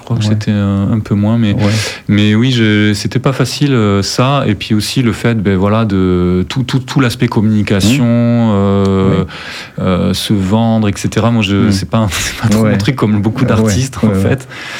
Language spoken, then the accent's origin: French; Nérac, Nouvelle-Aquitaine, France; also born or lived in Bordeaux; now in Périgord, France; Je suis originaire du Lot-et-Garonne, de Nérac.